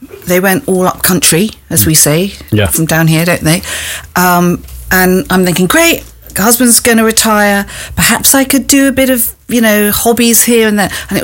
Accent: Nigeria; born there; also born or lived in Ghana; So I was born in Nigeria.

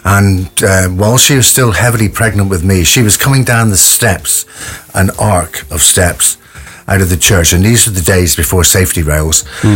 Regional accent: Liverpool, North West England, United Kingdom; born there; And I was born in 1947 in Liverpool, but just before that, I was raised as a Roman Catholic.

